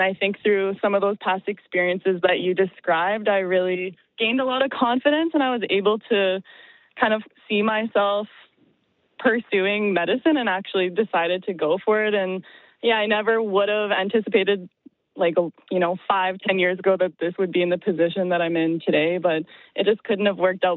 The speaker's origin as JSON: {"language": "English", "town": "Winnipeg", "region": "Manitoba", "country": "Canada", "tie": "born or raised there", "said": "I'm from North Winnipeg. I would never claim to be from the North End. I grew up in Meadows West."}